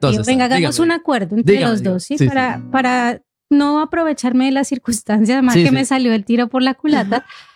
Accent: Bogotá, Colombia; Pues, porque es que yo soy de Bogotá y uno tiene que aprovecharse las circunstancias.

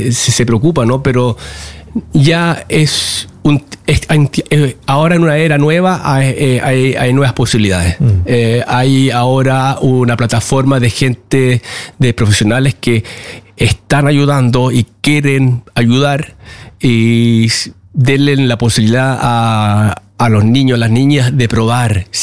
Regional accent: Chile; now in Norway; yo empecé a bailar ya desde cuando era niño en Chile, cueca, folclore chileno.

